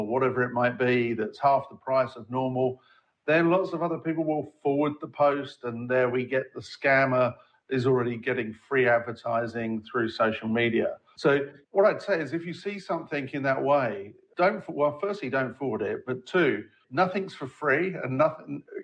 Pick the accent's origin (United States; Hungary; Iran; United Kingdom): United Kingdom; England; I'm an Englishman, so, you know, football is definitely an exciting topic.